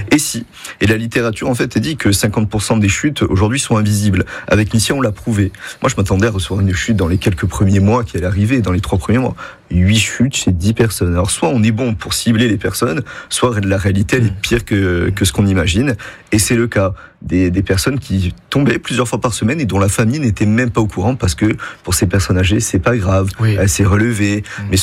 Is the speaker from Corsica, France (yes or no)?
yes; Ajaccio, Corsica, France; j'ai dit je rentre chez moi, à Ajaccio, pour un projet familial, bien sûr, avec ma femme